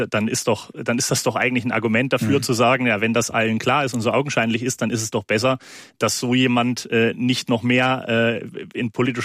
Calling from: Thuringia, Germany; Würde ich jetzt als Thüringer mal energisch widersprechen

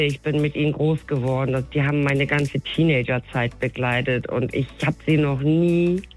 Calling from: Schleswig-Holstein, Germany; Ich komme aus Tenningstedt. Das ist in Schleswig-Holstein bei Süßheld

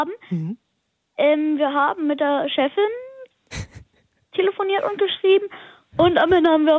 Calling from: Lüchow-Dannenberg district, Lower Saxony, Germany; Ich komme aus dem Landkreis Lüchow-Dannenberg und wohne im Dorf Marmäuse. Das kennt, glaube ich, niemand.

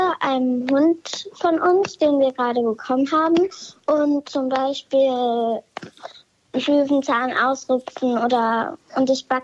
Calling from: Glücksburg, Schleswig-Holstein, Germany; Ich bin 8 und komme aus Glücksburg.

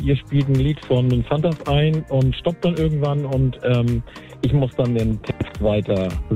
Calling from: Schwarzenbek, Schleswig-Holstein, Germany; Hallo, ich komme aus Schwarzenbeek.

